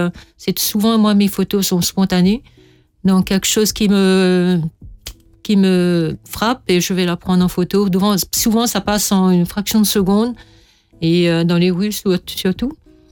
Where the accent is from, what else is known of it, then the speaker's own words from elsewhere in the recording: Mauritius; J'aime bien montrer la unicité en tant que Mauricien.